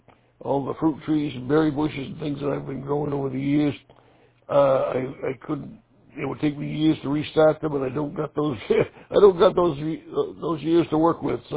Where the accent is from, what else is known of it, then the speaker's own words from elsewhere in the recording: Maine, United States; moved away as an adult; also born or lived in New York; now in Vermont, United States; I grew up in Maine, but I've been out of state since 1965, so living out in New York for a while and then Vermont for all these years.